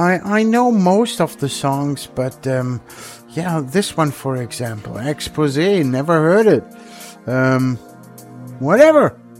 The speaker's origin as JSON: {"language": "English", "country": "Germany", "tie": "born or raised there", "said": "Growing up in Germany, let me say it that way. The 80s, that was my teenage years."}